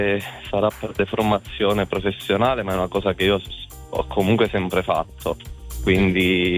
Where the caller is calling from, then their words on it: Calabria, Italy; A questo momento mi trovo in viaggio, sto andando a Roma. Però io chiamo dalla Calabria.